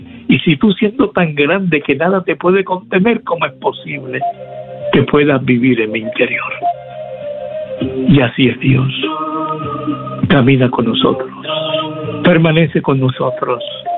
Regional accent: Puerto Rico; Nos invita como pueblo, como iglesia, como nación puertorriqueña a humillarnos.

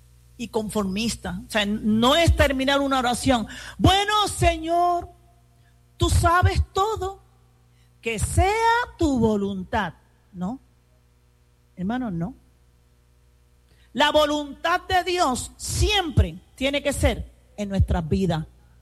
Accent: Puerto Rico; No, tú lo coges como buena puertorriqueña, hasta por las greñas.

